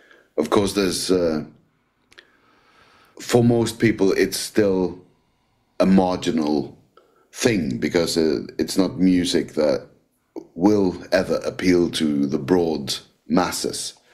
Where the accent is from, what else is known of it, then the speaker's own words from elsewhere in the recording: Norway; I'm from Norway